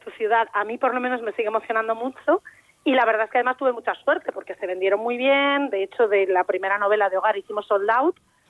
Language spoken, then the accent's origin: Spanish; A Coruña, Galicia, Spain; Coruña es una ciudad que tiene un montón de comunidad lectora. Somos la ciudad de Galicia con más librerías.